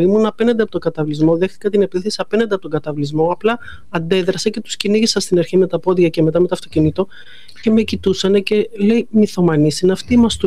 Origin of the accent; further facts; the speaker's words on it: Patras, West Greece, Greece; είμαστε 250.000 πατρινοί.